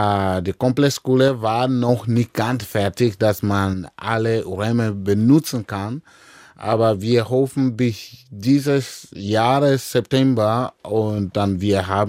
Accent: Burkina Faso; German is a second language; now in Austria; ich war überall in Burkina Faso, in Ouagadougou, Bobo Dioulasso, in meinem Heimatland oder in meinem Dorf.

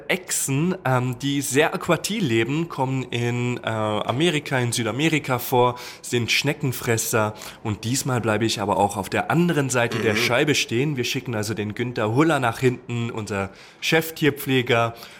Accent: Luxembourg; accent: German; now in Austria; ich arbeite als Zoodirektor in einem österreichischen Zoo. Ich höre mich an wie ein Deutscher. Ich bin eigentlich ein Luxemburger.

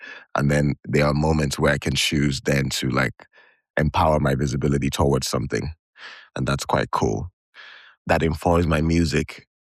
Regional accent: Nigeria; I grew up in Nigeria. I speak the language, I live and breathe as it's, but I am also outside from them now.

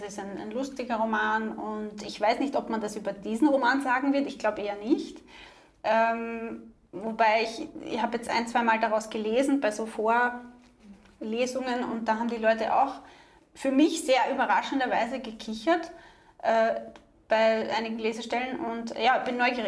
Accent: Austria; Sagt man ja bei uns in Österreich die ledige Semmel.

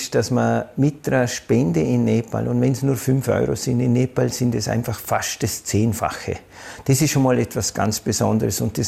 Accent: Vorarlberg, Austria; als Vorarlberger

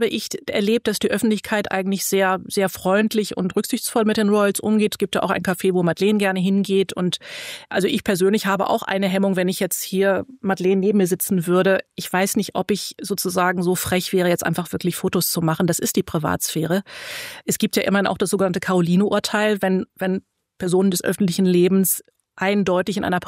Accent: Germany

